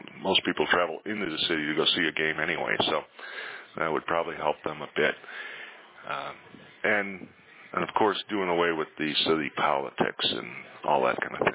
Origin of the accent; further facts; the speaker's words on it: Chicago, Illinois, United States; now in Phoenix, United States; I grew up in Chicago.